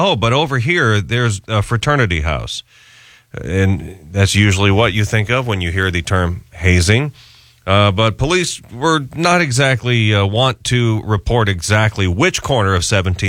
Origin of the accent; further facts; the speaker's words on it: United States; I'm an American.